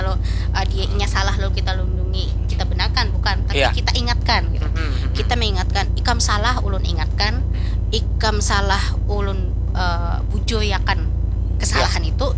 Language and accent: Indonesian; Banjar, South Kalimantan, Indonesia; kita sesama orang Banjar, sesama orang Kalimantan lah, kira-kira lah, entah itu Kalteng, Kalsel kah.